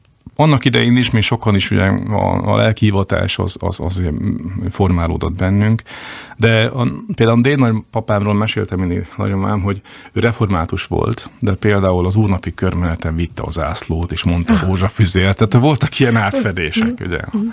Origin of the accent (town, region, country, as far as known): Šahy, Nitra Region, Slovakia; born or raised there; moved away as an adult; also born or lived in Bratislava